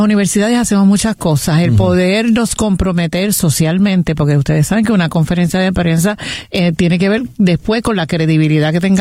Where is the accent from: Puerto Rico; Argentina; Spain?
Puerto Rico; San Juan; soy una mujer puertorriqueña del barrio Caimito de Río Piedras.